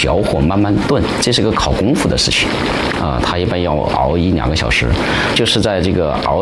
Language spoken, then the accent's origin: Chinese; Enshi, Hubei, China; moved away as an adult; now in Beijing, China; 因为恩施属于山区，我们那时候所有的孩子就是父母的期望，就是你要越农民你要走出大山。来北京20来岁吧，也是一个偶然的机会。